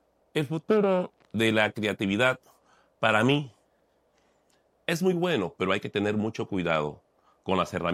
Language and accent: Spanish; Talara Province, Piura, Peru; born there; nacido en la provincia de Talara, Mangola, Perú.